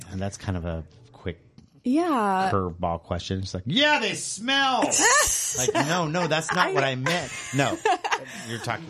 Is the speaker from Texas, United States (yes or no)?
no; Bay Area, California, United States; moved away; I'm from the Bay Area.